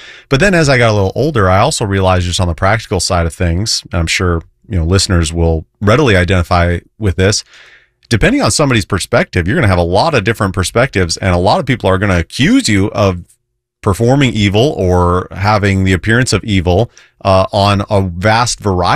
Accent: Minnesota, United States; moved away; So I love growing up in Minnesota, love going back to visit my parents there. They still live there in northern Minnesota.

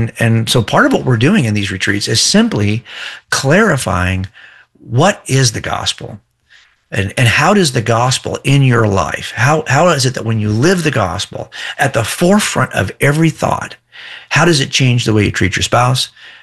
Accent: California, United States; I can demonstrate that I'm a Californian by showing you my ID, but don't ask me too many questions about the history, structure, legal systems in California

